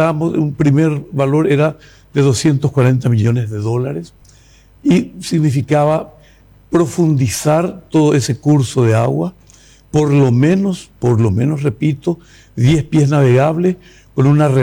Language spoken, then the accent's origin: Spanish; Paraguay; Paraguay, el corazón de América. Realmente somos el corazón de América.